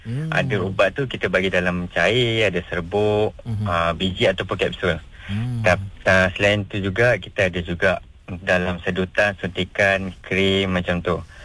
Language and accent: Malay; Selangor, Malaysia; now in Kudat, Malaysia; Saya asal daripada Selangor tapi ditugaskan ke Kudat, Sabah lah.